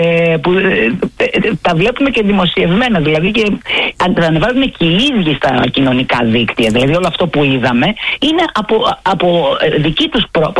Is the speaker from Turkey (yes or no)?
yes; Turkey; Greek is a second language; έδωσε συγχαρητήρια για το επίπεδο τη γλώσσα μου, λέγοντα ότι μιλάω πολύ καλά αυτή τη γλώσσα. Αν και είμαι Τουρκάλα.